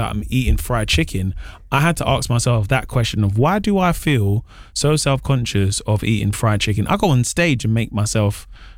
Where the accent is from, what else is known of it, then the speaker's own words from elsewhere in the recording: London, United Kingdom; I'm from London.